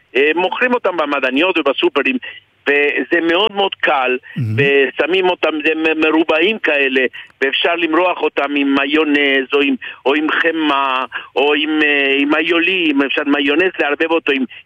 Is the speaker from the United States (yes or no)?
no; Argentina; שאני מאוד אוהב בתור ארגנטינאי, ואהבתי כשהייתי ילד.